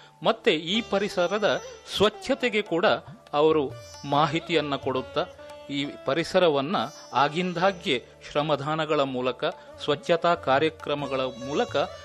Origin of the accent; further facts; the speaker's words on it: Mangalore, Karnataka, India; ನಮ್ಮ ಊರಿನ ಹೆಸರು ಬೋಳೂರು ಆದರೂ ಕೂಡ ಇದು ತೆಂಗು ಬಾಳೆ ಮರ ಗಿಡಗಳಿಂದ ತುಂಬಿರುವ ಸುಂದರ ನದಿ ನಾರೆಯನ್ನು ಕೂಡ ಹೊಂದಿರುವ